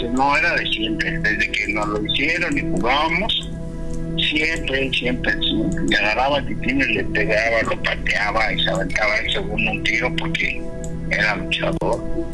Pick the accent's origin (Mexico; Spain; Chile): Mexico; Mexico City; Nosotros somos aquí de Tepito.